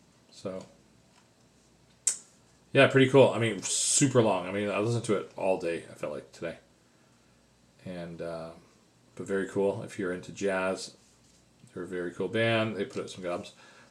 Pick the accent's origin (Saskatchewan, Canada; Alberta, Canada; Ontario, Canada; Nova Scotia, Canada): Ontario, Canada; Windsor; now in Ottawa, Canada; made a little sojourn to my hometown of Windsor.